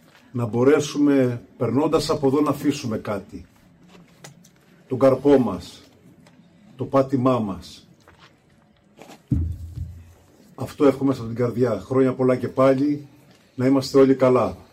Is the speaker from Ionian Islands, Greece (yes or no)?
no; Monemvasia, Peloponnese, Greece; moved away as an adult; now in Pachia Rachi, Aegina, Greece; Εγώ είμαι από τη Μονεβασιά.